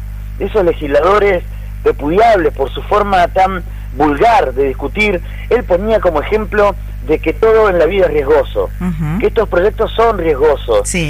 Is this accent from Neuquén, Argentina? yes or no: yes; Cutral Có, Neuquén, Argentina; born there; Yo soy nacido en Cutralcó, yo conozco la comarca